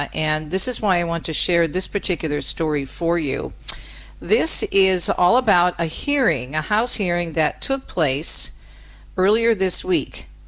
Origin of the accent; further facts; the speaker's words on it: Michigan, United States; And my home state of Michigan, and God willing, we're returning there after the show on Monday.